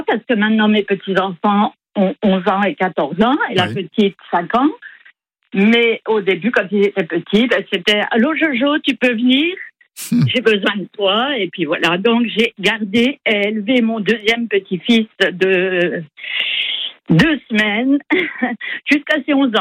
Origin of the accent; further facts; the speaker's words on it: Grand Est, France; Mais là, moi, je suis des Ardennes. J'ai un petit truc sur Sanary.